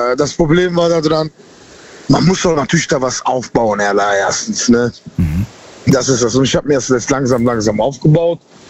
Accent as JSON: {"language": "German", "town": "Cologne", "region": "North Rhine-Westphalia", "country": "Germany", "said": "Ja, aus Köln."}